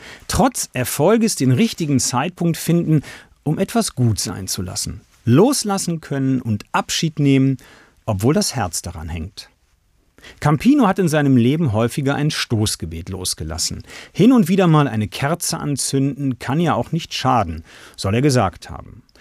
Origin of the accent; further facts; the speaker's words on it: Düsseldorf, North Rhine-Westphalia, Germany; also born or lived in Cologne; Ich bin Düsseldorfer und liebe meine Heimat.